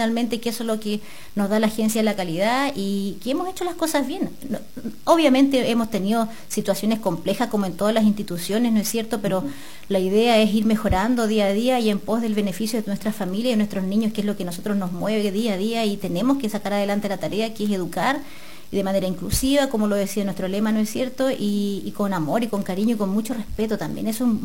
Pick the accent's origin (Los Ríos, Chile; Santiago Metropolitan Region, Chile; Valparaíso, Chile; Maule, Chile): Los Ríos, Chile; La Unión; moved away; Yo soy unionina de tomo y lomo, estuve muchos años fuera, como lo hemos conversado en otras oportunidades, y quería volver a mi ciudad, a mi pueblo, a mi comuna